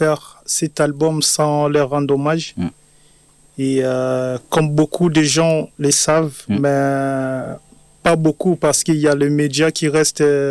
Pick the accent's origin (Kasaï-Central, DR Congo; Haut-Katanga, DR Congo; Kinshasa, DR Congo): Kinshasa, DR Congo; born there; artiste, musicien, arrangeur, auteur et compositeur. Je suis né à Kinshasa, République démocratique du Congo, dans un quartier voisin de prison Makala.